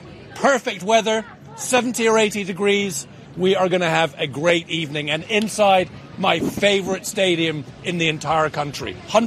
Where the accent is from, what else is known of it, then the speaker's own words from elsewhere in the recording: United States; That is why, despite this strange accent